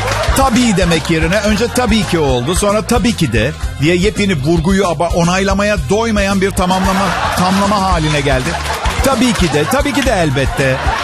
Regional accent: Istanbul, Turkey; İstanbul Tophane'de doğdum. Şişli'de büyüdüm. Annem Türk, karım Türk.

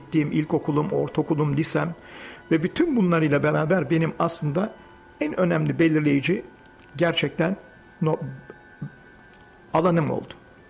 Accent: Ankara, Turkey; moved away as an adult; hemen hemen 20-25 yıla yakın uzak kaldım. Ama burası benim çocukluk şehrim. Mahallem Varlık Mahallesi Yeni Mahalle tarafında, çocukluk ve gençlik Cebeci, Dikimevi ve bu çevrelerde geçti.

